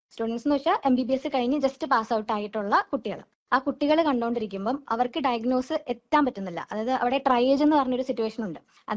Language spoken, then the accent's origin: Malayalam; Ernakulam, Kerala, India; ആ സമയത്ത് ഞാൻ എറണാകുളത്തു നിന്നാണ് വരുന്നത്.